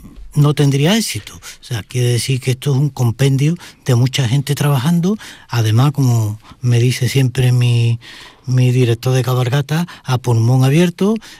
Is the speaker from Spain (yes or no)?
yes; Seville, Andalusia, Spain; yo soy muy sevillano, por cierto, mi mujer es malagueña.